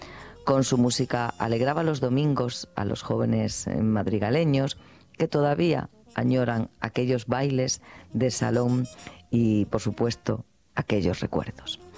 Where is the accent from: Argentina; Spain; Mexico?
Spain; Extremadura; Yo soy extremeño